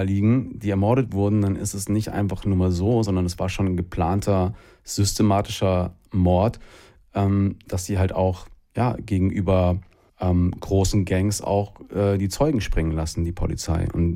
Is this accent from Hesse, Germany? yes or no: yes; Hesse, Germany; born there; moved away as an adult; also born or lived in Los Angeles; also ich bin im Dorf groß geworden, so, hab dann in Gießen mein Abi gemacht